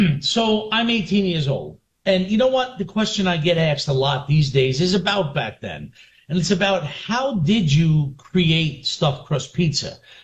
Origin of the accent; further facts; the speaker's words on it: Brooklyn, New York, United States; Now, growing up in Brooklyn, you know, I went to local pizzerias.